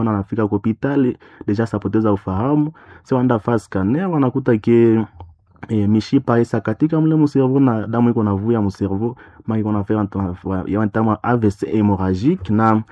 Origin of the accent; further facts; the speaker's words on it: DR Congo; chez nous, en RDC en particulier.